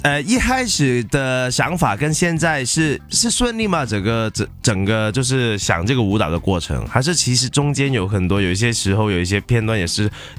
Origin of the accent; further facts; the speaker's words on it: Hong Kong; 就好像我们香港人跟广州人，大家都是说广东话，可是有时候我就是听不懂。